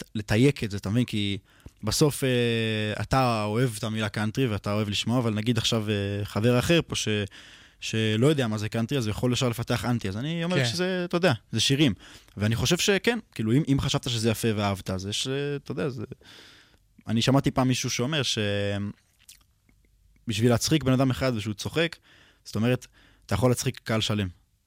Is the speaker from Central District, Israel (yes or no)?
yes; Hod HaSharon, Central District, Israel; בן 22 מהוד השרון.